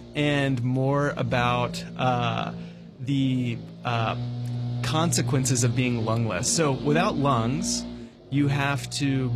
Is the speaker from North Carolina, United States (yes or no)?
yes; North Carolina, United States; I'd spent my life growing up in the North Carolina mountains and hadn't really seen that many.